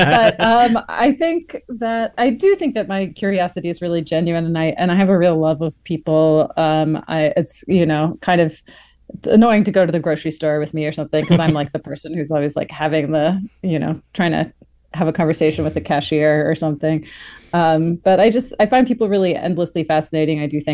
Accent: East Coast, United States; I've spent most of my career living in Texas, although I'm from the East Coast.

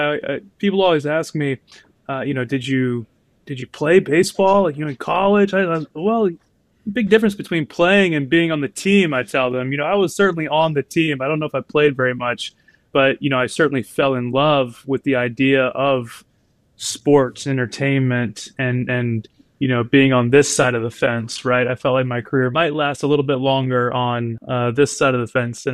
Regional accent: Southeast, United States; born there; also born or lived in Florida / North Carolina; as many who grew up in the Southeast, I grew up in Florida and then North Carolina.

